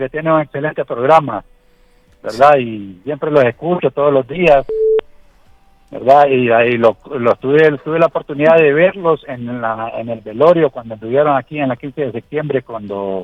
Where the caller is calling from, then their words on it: Honduras; soy hondureño.